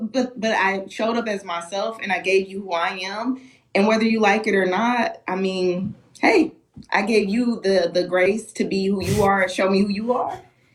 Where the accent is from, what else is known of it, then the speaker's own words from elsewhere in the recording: Milwaukee, Wisconsin, United States; moved away as an adult; now in Las Vegas, United States; I'm from Milwaukee's North Side. My parents weren't rich. You know, they were working class people.